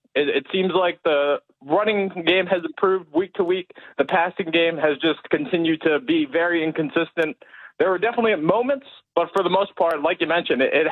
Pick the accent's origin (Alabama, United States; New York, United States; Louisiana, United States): New York, United States; moved away; Like, I'm from New York, so I'm used to bandwagoners.